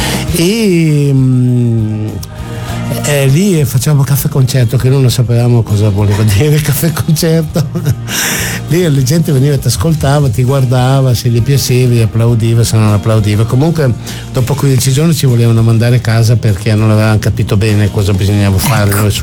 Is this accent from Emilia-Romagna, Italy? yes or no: yes; Emilia-Romagna, Italy; io sono emiliano